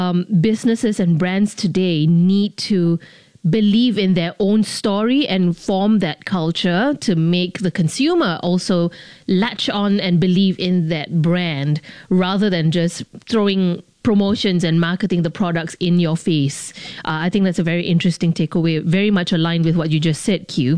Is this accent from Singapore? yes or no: yes; Singapore; Sound like all my exes will totally agree that I am very Singaporean in that respect.